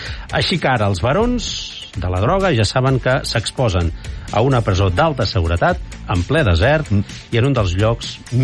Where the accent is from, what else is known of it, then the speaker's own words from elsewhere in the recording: Catalonia, Spain; Jo soc del Pirineu, tu.